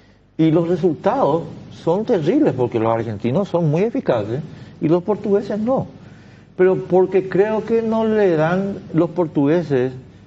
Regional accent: Paraguay; ¿Por qué tenemos tanto complejo de inferioridad los paraguayos?

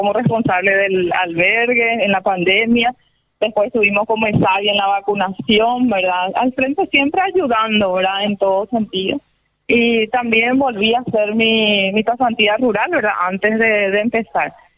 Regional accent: Paraguay; moved away as an adult; also born or lived in Spain / Brazil; Y es mi país y yo siempre estudié focada en querer venir a servir a mi pueblo, a mi patria, que es Paraguay

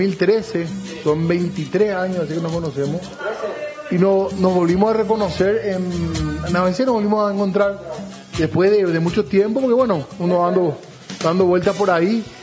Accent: Ireland; No, esto que soy de Irlanda, ¿verdad?

